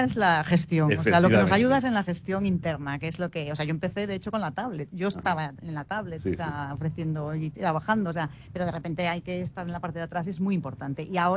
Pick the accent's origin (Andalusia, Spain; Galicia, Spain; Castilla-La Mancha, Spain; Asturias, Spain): Galicia, Spain; Bueno, yo soy gallega, entonces he incorporado cosas gallegas aquí.